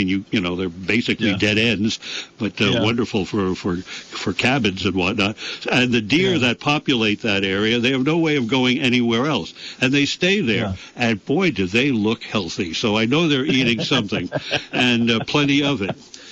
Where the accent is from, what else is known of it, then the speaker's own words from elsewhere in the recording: New York City, New York, United States; When I was a kid growing up in the Bronx, I actually thought that like oranges and apples and things like that all came from Christini's or the A&P.